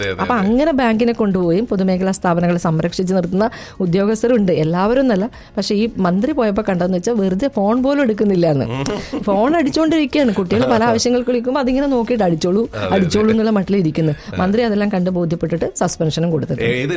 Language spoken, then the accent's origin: Malayalam; Kerala, India; now in Dubai, United Arab Emirates; മലയാളി എന്ന നിലയിൽ, ഇന്ത്യൻ എന്ന നിലയിൽ